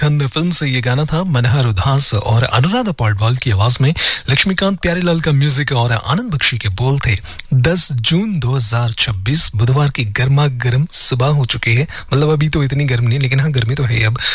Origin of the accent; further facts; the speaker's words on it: Delhi, India; अब भाई हम दिल्ली वाले हैं